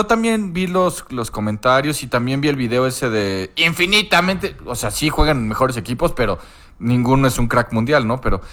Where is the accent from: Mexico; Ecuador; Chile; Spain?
Mexico; a mí me molestó como mexicano